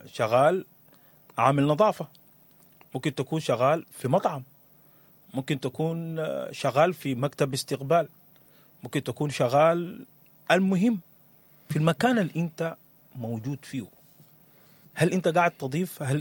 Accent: Sudan

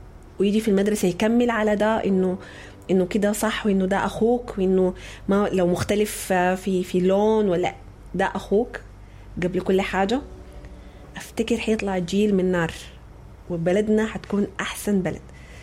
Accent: Sudan; كثير مننا كسودانيين

